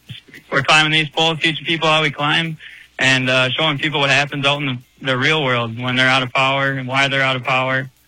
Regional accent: Minnesota, United States; I'm from Rusher, Minnesota.

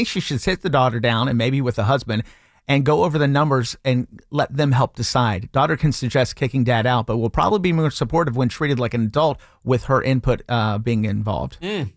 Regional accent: California, United States; now in San Joaquin Valley, United States; I grew up in the Bay Area, and to buy a home, moved to the San Joaquin Valley.

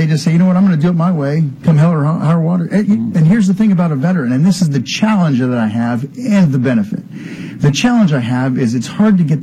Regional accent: Pennsylvania, United States; now in Texas, United States; I'm from Pennsylvania originally. When I got to Texas, Fort Hood, I realized that Texas, you're a Texan first

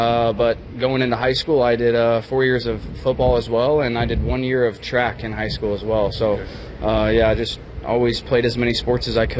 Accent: Las Vegas, Nevada, United States; growing up in Vegas

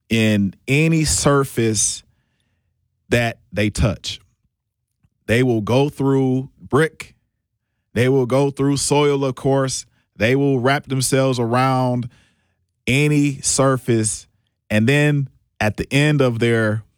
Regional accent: Milwaukee, Wisconsin, United States; born there; I was born here in Milwaukee. Not going to say the year, but born to two wonderful parents.

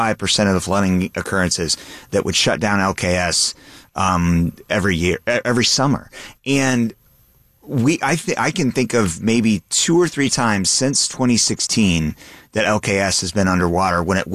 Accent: St. Louis, Missouri, United States; And I feel so fortunate, as a St. Louis and as an American to work at this park.

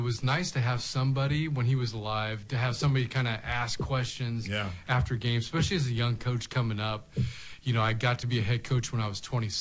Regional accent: Everett, Washington, United States; also born or lived in Eugene; I grew up in the early years in Eugene, but then we moved to Seattle. He was a coach up there for a few years. And so really grew up in Everett, north of Seattle, Cascade High School.

